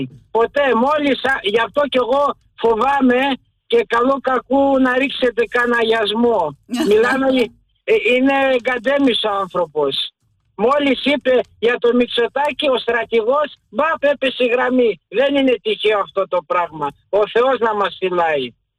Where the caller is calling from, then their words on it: Acharnes, Attica, Greece; από το Μενίδη.